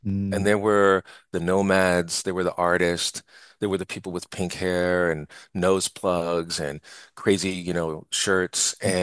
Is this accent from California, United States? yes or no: no; New York, United States; moved away; also born or lived in Pennsylvania; being born and raised in New York, but then spending time in Pennsylvania and spending time throughout the country.